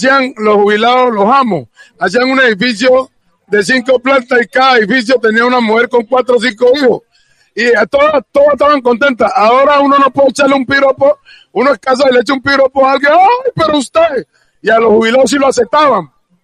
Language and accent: Spanish; Buenaventura, Valle del Cauca, Colombia; moved away; Nunca me puedo olvidar de mi tierra, del barrio de la Independencia.